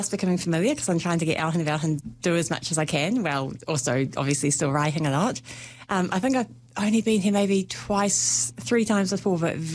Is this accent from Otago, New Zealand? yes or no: no; Auckland, New Zealand; moved away as an adult; also born or lived in Wellington; I grew up in Auckland but lived in Wellington for about 17 years.